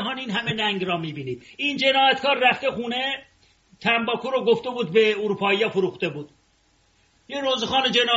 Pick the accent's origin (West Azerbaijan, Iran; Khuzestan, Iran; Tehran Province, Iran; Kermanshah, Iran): Tehran Province, Iran; Tehran; also born or lived in Ardabil; اردبیل، که من اردبیلی هستم، در تهران بزرگ شدم و من اردبیلی هستم.